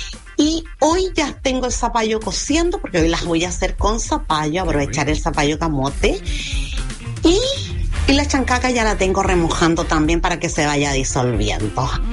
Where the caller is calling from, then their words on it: Valparaíso, Chile; de Curauma, acá ya está lloviendo.